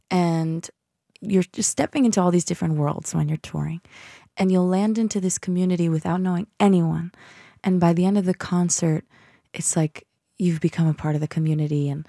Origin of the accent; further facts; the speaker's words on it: Boston, Massachusetts, United States; I think I have this theory that it has to do with my growing up in Boston